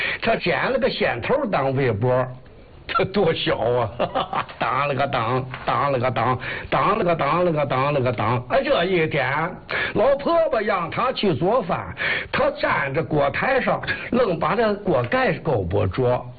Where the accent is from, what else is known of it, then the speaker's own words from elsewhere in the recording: Qiqihar, Heilongjiang, China; 这么说，我到天津去吧，天津人不知道我是齐齐哈尔人，